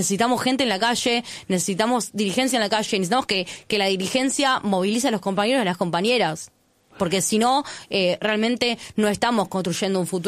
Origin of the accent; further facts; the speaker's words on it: Moreno, Buenos Aires Province, Argentina; me planteó una compañera de Moreno, yo soy de Moreno, una compañera de una agrupación política